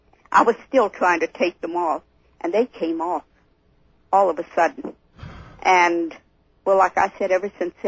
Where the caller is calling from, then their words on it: Bakersfield, California, United States; from Bakersfield.